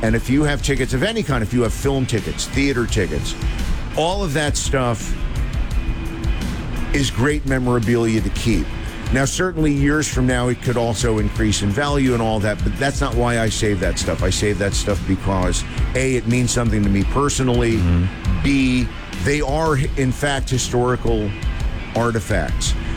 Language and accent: English; New Jersey, United States; Again, growing up in Central Jersey, we got all the New York and all the Philly and all the Jersey radio and TV.